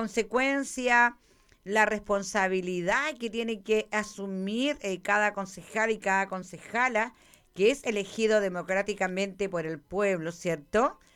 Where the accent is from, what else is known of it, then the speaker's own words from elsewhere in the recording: Melinca, Aysén, Chile; somos todos de Melinca y todos nos conocemos